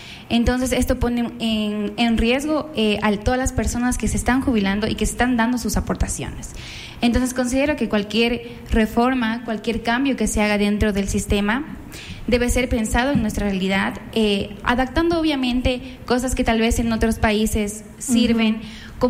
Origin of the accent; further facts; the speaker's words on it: Ecuador; es algo que nos deja pensando como ecuatorianos